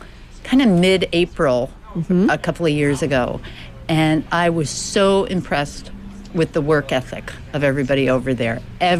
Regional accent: Haines, Alaska, United States; I am from Haines, but my family has close connections with Skagway

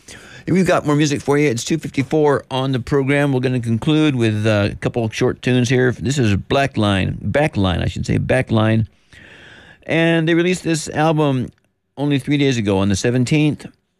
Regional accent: West Lafayette, Indiana, United States; goes right straight through the land, the city where I grew up in West Lafayette.

